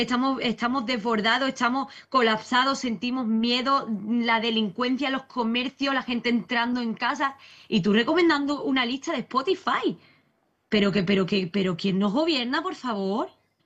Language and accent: Spanish; Spain; porque somos españoles.